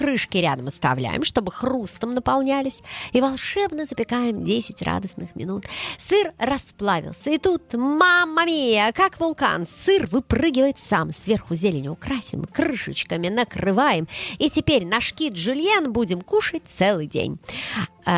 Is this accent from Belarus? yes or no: yes; Belarus; У нас в Беларуси